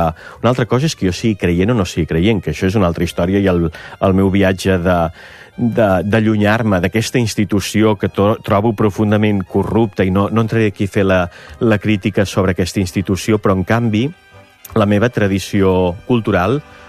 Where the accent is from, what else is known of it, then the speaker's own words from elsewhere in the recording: Catalonia, Spain; now in Barcelona, Spain; a Vic, a 30 quilòmetres del meu poble